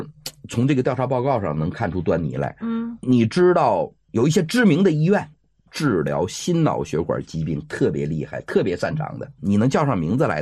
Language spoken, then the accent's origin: Chinese; northern China, China; 因为我本身是北方人嘛，